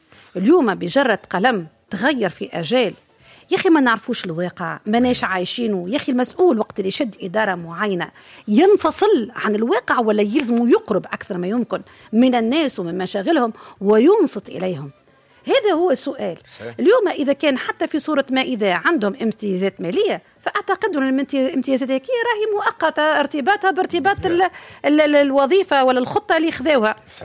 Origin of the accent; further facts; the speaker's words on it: Tunisia; وانا كمواطن تونسي دافع للاداءات، مواطن تونسي ابسط حقوقي بالدستور الصحه والتعليم